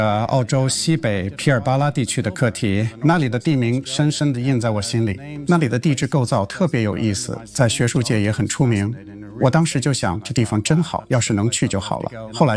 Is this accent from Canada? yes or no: yes; Canada; moved away; 我在加拿大长大，从小就接触户外露营